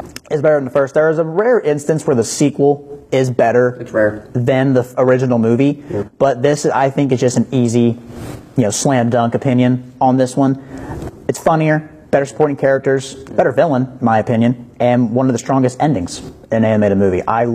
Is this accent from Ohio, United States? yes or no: yes; Ohio, United States; I'm from Ohio.